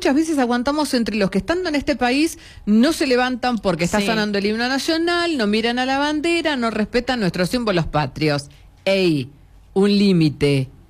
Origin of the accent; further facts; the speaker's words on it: Argentina; somos argentinos.